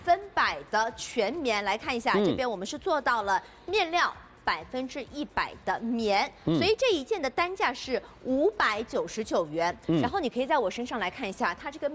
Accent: Shanghai, China

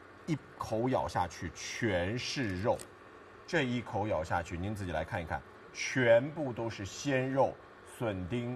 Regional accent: Shanghai, China

